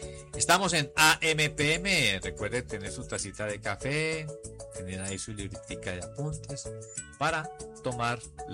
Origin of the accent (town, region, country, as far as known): Colombia; now in Valle del Cauca, Colombia